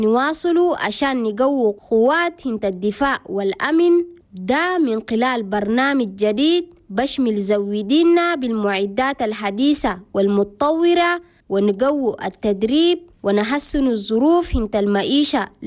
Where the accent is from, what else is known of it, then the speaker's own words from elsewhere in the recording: Chad; وببرجل السلام وبضعف التنمية هم بلدنا تشاد